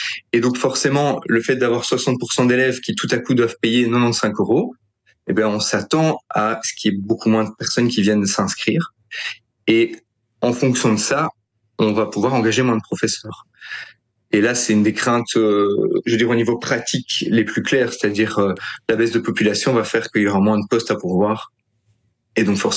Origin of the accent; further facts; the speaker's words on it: Gosselies, Wallonia, Belgium; j'ai grandi à Gosselies, dans la région de Charleroi